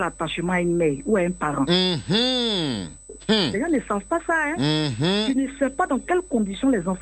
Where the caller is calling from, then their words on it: Abidjan, Côte d’Ivoire; je vous appelle de Marcory.